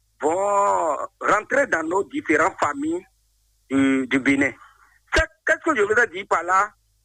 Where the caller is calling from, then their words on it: Guinea; Je vous appelle depuis Guinée.